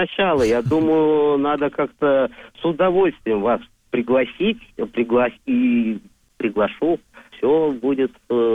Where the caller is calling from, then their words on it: Moscow, Russia; Я из Москвы. Из Москвы, но на данный момент я нахожусь под Москвой.